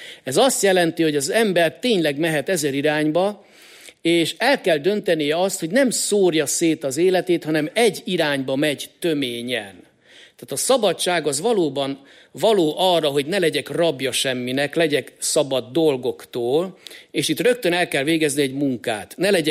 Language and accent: Hungarian; Greece; én görögként hadd mondjam